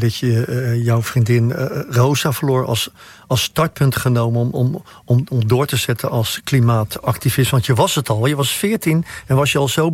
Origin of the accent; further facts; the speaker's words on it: Flanders, Belgium; Ja, in Nederland, ik spreek jou er nu over als Vlaming